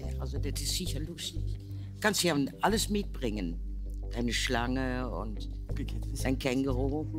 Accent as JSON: {"language": "German", "country": "Netherlands", "said": "als Holländerin"}